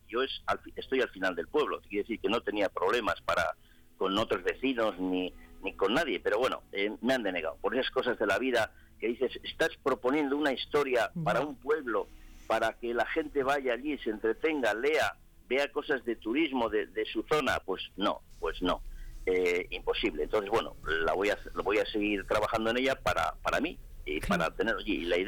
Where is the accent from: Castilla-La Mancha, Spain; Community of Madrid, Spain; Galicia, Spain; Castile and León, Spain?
Castile and León, Spain; San Salvador de Cantamuda; que yo soy de San Salvador, de Cantamuga, sí.